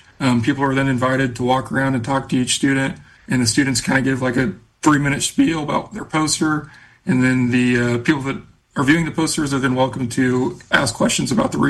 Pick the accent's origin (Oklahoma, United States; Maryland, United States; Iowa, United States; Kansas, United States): Kansas, United States; I grew up in Scott County on a farm that had a wheat, grain, sorghum, fallow rotation.